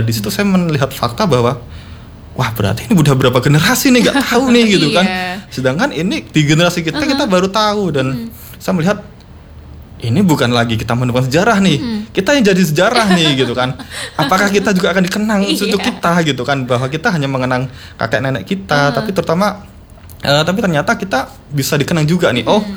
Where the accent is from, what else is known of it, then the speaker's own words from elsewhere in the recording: Kendal, Central Java, Indonesia; kita tuh orang Indonesia gitu kan, kita orang Kendal nih.